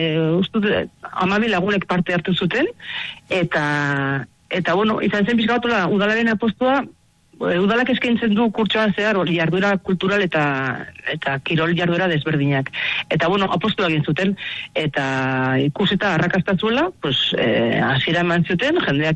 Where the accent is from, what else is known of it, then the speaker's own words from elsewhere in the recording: Pamplona, Navarre, Spain; now in Basaburua, Spain; ni Iruñekoa naiz, baina Basaburuan bizi naiz.